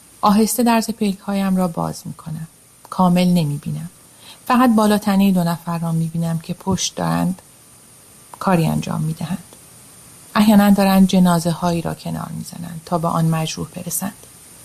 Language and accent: Persian; Iran